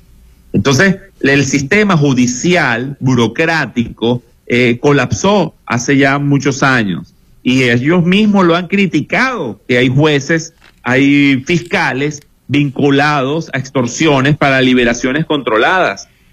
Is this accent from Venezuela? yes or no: yes; Venezuela; los 38 millones que nos mantenemos acá